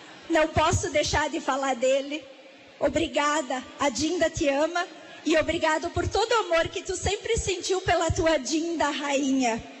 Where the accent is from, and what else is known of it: Garibaldi, Rio Grande do Sul, Brazil